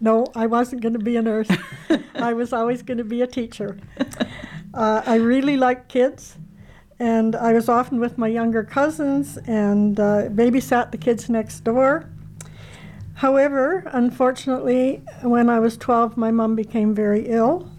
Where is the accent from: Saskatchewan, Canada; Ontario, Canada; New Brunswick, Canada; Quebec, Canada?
Saskatchewan, Canada; Well, I grew up back in the sticks. There were 8 school districts and no town.